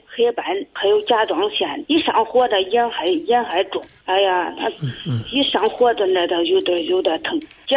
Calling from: Henan, China; 我是河南的。

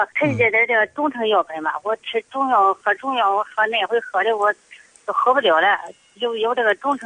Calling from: Shijiazhuang, Hebei, China; 我是石家庄的。

